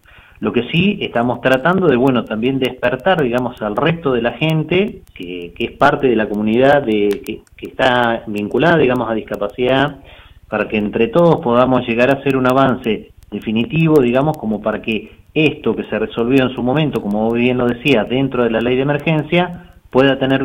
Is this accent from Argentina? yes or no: yes; Argentina; Nosotros como argentinos